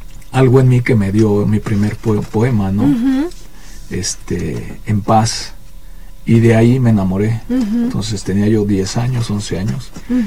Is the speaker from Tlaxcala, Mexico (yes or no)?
yes; Huamantla, Tlaxcala, Mexico; tenemos muy buenos compositores en Huamantla, Tlaxcala.